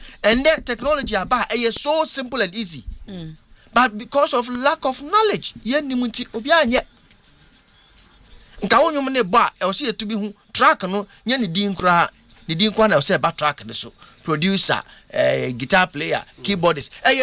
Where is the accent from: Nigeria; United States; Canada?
Nigeria; And I'm a Nigerian.